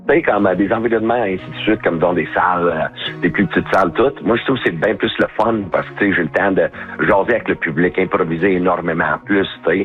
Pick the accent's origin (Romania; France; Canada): Canada; Ontario; Puis en plus, tu sais, j'ai grandi un peu en Ontario quand j'étais plus jeune.